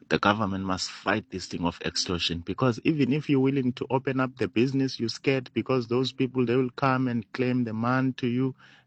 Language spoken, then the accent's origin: English; Cape Town, Western Cape, South Africa; I'm from Cape Town.